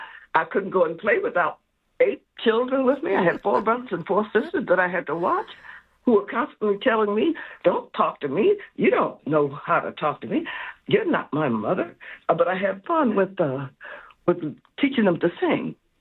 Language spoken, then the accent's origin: English; Detroit, Michigan, United States; also born or lived in Alabama; I was born in Alabama, and I was raised in Detroit, and my music has been spread all over the world.